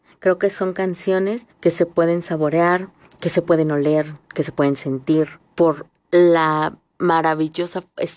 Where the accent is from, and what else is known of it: Mexico